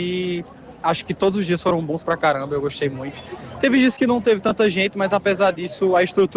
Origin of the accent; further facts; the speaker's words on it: Caruaru, Pernambuco, Brazil; Eu sou daqui de Caruaru e sempre que dá todo ano eu dou uma passadinha aqui no Pátio do Forró.